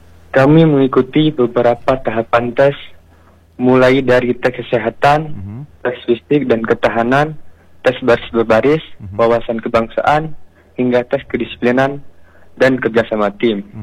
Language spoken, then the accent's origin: Indonesian; Aceh, Indonesia; berasal dari Dede Bukti, Kecamatan Sukamakmur, Aceh Besar. Saat ini saya sekolah di Sekolah Rakyat Menengah Atas 1 Aceh Besar dan duduk di kelas 10.